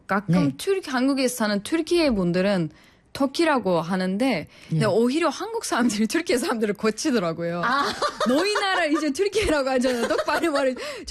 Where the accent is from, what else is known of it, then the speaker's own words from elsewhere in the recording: Central Anatolia, Turkey; Korean is a second language; moved away as an adult; now in South Korea; 내 태어난 곳은 카파도키아.